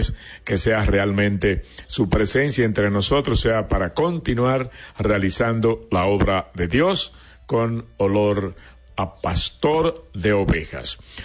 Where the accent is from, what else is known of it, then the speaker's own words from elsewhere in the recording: Monseñor Nouel, Dominican Republic; born there; la parroquia Santo Tomás de Juma, allá donde yo nací